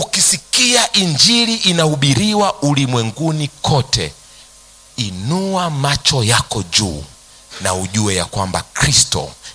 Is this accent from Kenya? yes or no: yes; Tharaka-Nithi County, Kenya; Tumetoka huko Kenya, Tharaka Nithi huko Meru.